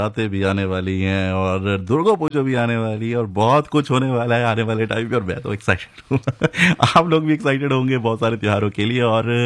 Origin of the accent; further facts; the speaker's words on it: Uttarakhand, India; बहुत मतलब गढ़वाल उत्तराखंड से, मतलब हम भी वहीं से हैं और हमारे यहाँ तो बहुत मतलब हर महीने कोई ना कोई त्यौहार होता है